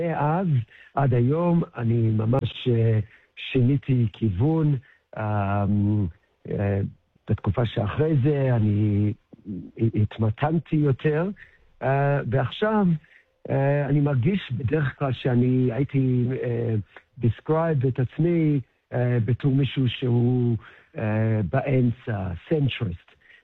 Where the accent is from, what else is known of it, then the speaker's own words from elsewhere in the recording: Australia; moved away as an adult; also born or lived in Israel; now in Ramat HaSharon, Israel; בטח, אני נולדתי בארץ, אבא אוסטרלי, אמא ישראלית, אבל גדלנו באוסטרליה, ואז עשיתי עלייה בפעם הראשונה כשהייתי בן 18, שזה היה ב-94.